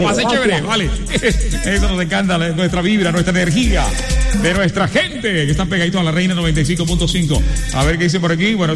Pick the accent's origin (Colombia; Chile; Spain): Colombia; El Carmen de Bolívar, Bolívar; moved away; allá en mi tierra linda, y el Carmen de Bolívar está pegadito con nosotros ahí